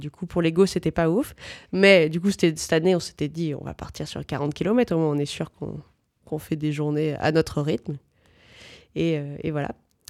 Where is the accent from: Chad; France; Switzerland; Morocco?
France; Lyon, Auvergne-Rhône-Alpes; Moi, je suis lyonnaise d'origine. Tout de suite, grandi dans une grande ville qui n'était pas du tout aménagée quand j'étais plus jeune.